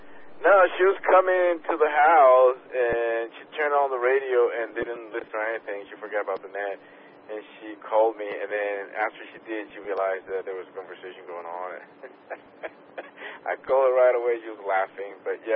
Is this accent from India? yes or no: no; Puerto Rico; moved away; I grew up in Puerto Rico, which is, you know, pretty humid.